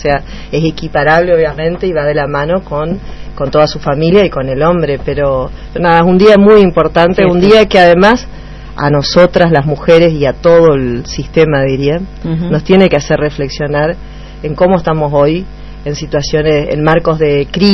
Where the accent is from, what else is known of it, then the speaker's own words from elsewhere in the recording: El Sauzalito, Chaco, Argentina; con orgullo me considero norteña, como digo, y de Sausalito, del Impenetrable